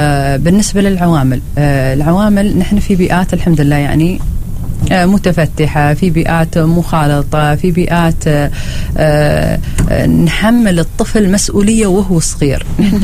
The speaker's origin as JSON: {"language": "Arabic", "region": "Al Wusta", "country": "Oman", "said": "في محافظة الوسطى بالأخص عندنا"}